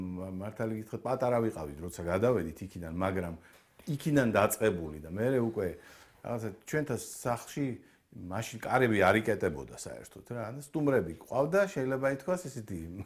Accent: Tbilisi, Georgia; ჩემი ბავშვობა რაც მახსოვს იმ თბილისში, მაშინდელ თბილისში 64-ში ვარ დაბადებული

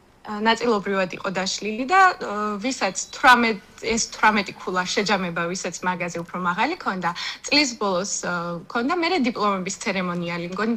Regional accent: Soissons, Hauts-de-France, France; also born or lived in Laon; მე სადაც დავიბადე და ახლა სადაც ვარ, ლანი ქვია და აქედან 30 კილომეტრში არის სვასონი, სადაც ახლაც ვცხოვრობ და სადღაც ერთი ჩემი სამი წლიდან იქ ვცხოვრობ.

